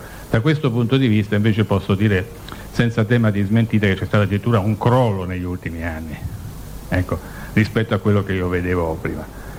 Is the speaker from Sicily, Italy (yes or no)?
no; Milan, Lombardy, Italy; nel luogo dal quale vengo, da Milano o da qualunque altro centro